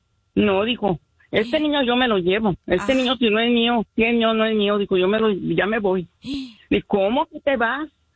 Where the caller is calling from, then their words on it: Mexico; como somos los mexicanos.